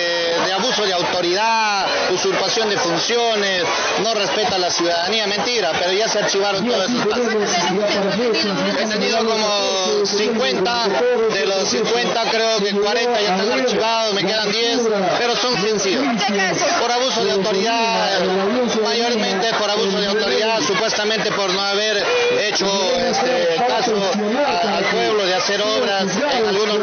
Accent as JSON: {"language": "Spanish", "area": "Amarilis", "region": "Huánuco", "country": "Peru", "said": "por el amor que lo tengo a mi tierra, por el amor que tengo a Amarilis, que me dio todo lo que soy."}